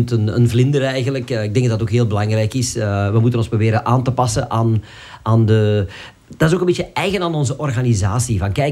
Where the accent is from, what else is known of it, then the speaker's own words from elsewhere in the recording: Flanders, Belgium; also born or lived in Schaarbeek; now in Nossegem, Belgium; Ik kom uit de Kempen eigenlijk.